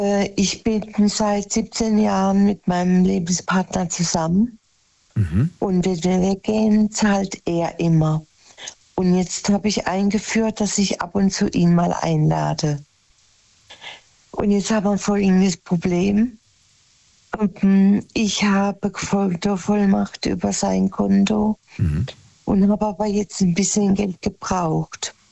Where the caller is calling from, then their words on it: Oberwolfach, Baden-Württemberg, Germany; Ja, im Kinzigtal.